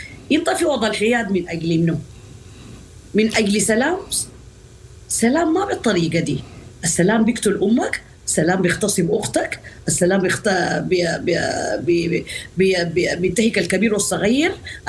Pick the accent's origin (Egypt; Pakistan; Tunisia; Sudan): Sudan; وكلنا سودانيين